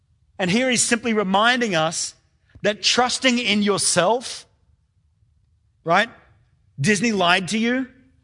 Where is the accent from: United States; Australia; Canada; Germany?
Australia; Rockhampton, Queensland; born there; I was born in Rockhampton.